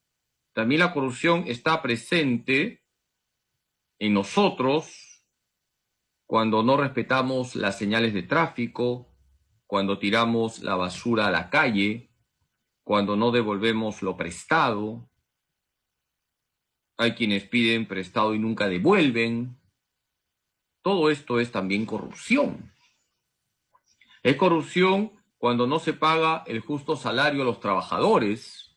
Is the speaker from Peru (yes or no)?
yes; Peru; El Perú somos los peruanos